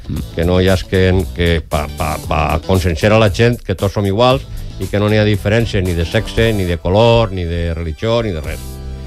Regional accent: Jaén, Andalusia, Spain; born there; now in Valencia, Spain; Jo no soc nascut així en València, jo soc nascut en Jaén, perquè ho sapiau.

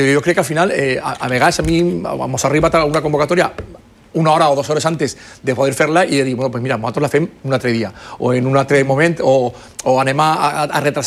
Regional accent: Ceuta, Spain; que yo creo que necessita la gent aquest punt de trobada per a poder expressar la seva solidaritat al meu poble de Ceuta.

